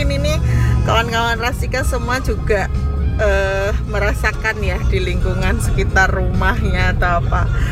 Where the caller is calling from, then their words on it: Central Java, Indonesia; Ini untuk daerah saya di Jatisari, perumahan Jatisari.